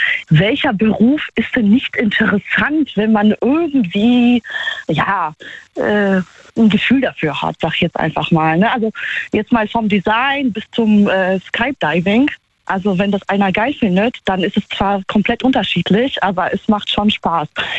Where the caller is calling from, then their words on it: Trier, Rhineland-Palatinate, Germany; Hier, Trier.